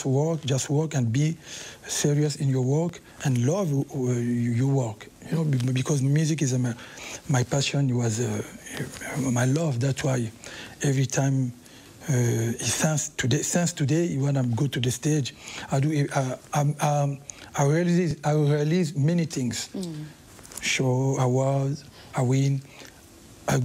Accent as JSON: {"language": "English", "region": "Kinshasa", "country": "DR Congo", "tie": "born or raised there", "second_language": "English", "moved": "as an adult", "lives_now": "Paris, France", "said": "because I grew up in Kinshasa, mm-hmm. and I go to the Paris when I was, like, I used to be a little bit, you know, like 20"}